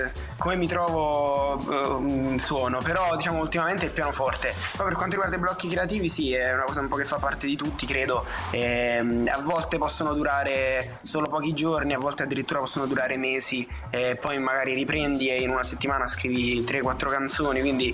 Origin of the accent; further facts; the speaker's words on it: Isernia, Molise, Italy; now in Milan, Italy; Io sono di Isernia, sì. Però sono a Milano ora.